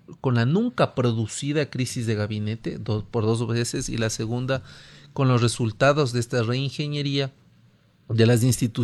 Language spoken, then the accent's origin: Spanish; Ecuador; como ecuatorianos y ecuatorianas.